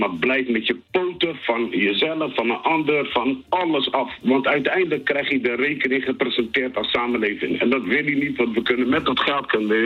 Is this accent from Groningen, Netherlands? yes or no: no; Rotterdam, South Holland, Netherlands; Dat wil ik ook niet zijn. Ik ben Rotterdammer.